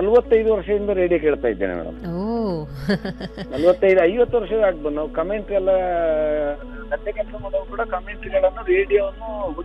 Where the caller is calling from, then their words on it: Karnataka, India; ನಮ್ಮ ದಕ್ಷಿಣ ಕನ್ನಡದಲ್ಲಿ